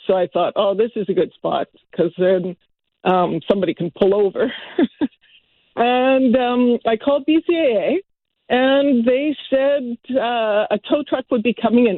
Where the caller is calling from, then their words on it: Maple Ridge, British Columbia, Canada; So on Sunday morning, I left Maple Ridge and I was heading up to visit dear family friends in Naramata.